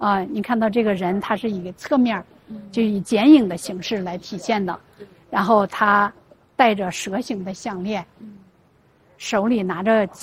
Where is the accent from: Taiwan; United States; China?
China; 今天我们中国人用这些石碾来磨豆腐